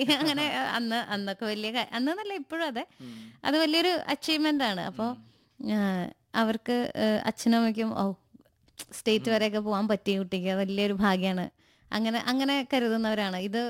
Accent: Malappuram, Kerala, India; ഞങ്ങൾ ശരിക്കും മലപ്പുറം ആണ് കേട്ടോ, ഞങ്ങളവിടെ അച്ഛന് ശാന്തിയായിട്ട് വന്ന് താമസിക്കുന്നവരായിരുന്നു. അപ്പൊ എന്താ, പക്ഷെ ഞാൻ വളർന്നത് അവിടെ ആയതുകൊണ്ട്

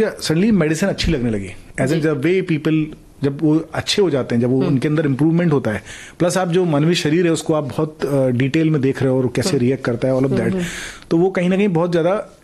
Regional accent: Konch, Uttar Pradesh, India; now in Lucknow, India; मैं रहने वाला बुंदेलखंड का हूँ, वहीं पढ़ाई पला बड़ा भी वहीं पे हूँ और पढ़ाई भी वहीं से की है। जालौन जिले में एक छोटी सी जगह है कोंच

